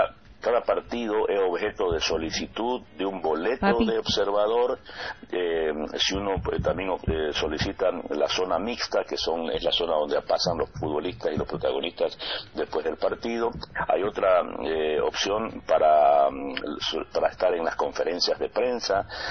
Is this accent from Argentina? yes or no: no; Bolivia; Nosotros como bolivianos siempre estamos a la saga